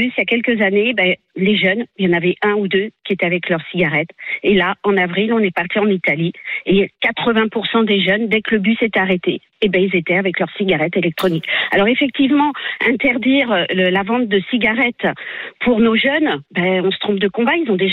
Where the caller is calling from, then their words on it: Truyes, Centre-Val de Loire, France; Je vous appelle de Truy, en Indre-et-Loire.